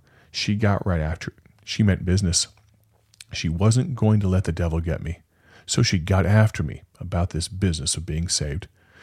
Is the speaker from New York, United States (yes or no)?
no; Moline, Illinois, United States; also born or lived in Rock Island, Illinois; my mother led me to Christ in the Swedish language. That's how I know the Lord understands Swedish. I grew up in the Evangelical Free Church in Moline, Illinois. When I was little, everything was in Swedish